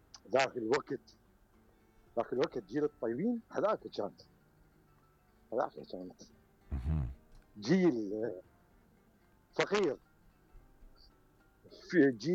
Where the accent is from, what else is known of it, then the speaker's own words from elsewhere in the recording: Mosul, Nineveh, Iraq; أنا من الموصل، من قرى الموصل من سهم نينوى